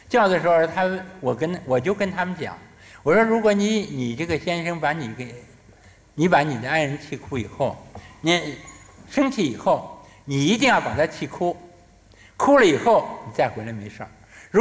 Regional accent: China; 我们中国人，你这边吃红烧肉，那边喝凉水，你恐怕不行

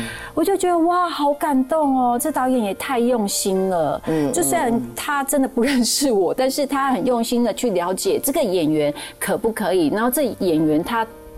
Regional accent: Tainan, Taiwan; now in Taipei, Taiwan; 因为毕竟我是台南人，虽然在台北生活很久了

